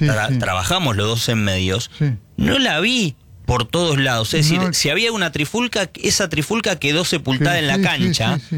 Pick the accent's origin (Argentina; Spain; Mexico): Argentina